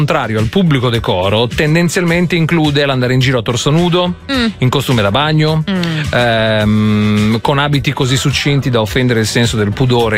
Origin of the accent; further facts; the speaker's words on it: Veneto, Italy; io sono veneto, ti pare che non sia mai stato a Cortina?